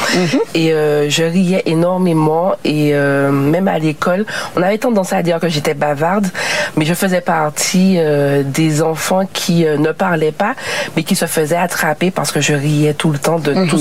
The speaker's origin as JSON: {"language": "French", "country": "Martinique", "tie": "born or raised there", "said": "Voilà, les deux sont de la Dominique. Donc, on a grandi, on est né en Martinique, on a grandi en Martinique, mais dans le foyer, c'est un foyer anglophone."}